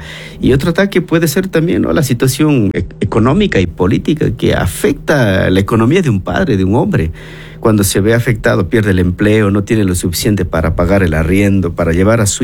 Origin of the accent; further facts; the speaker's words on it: Cañar, Ecuador; born there; now in Cuenca, Ecuador; yo nací en Cañar. Esta ciudad me ha adoptado.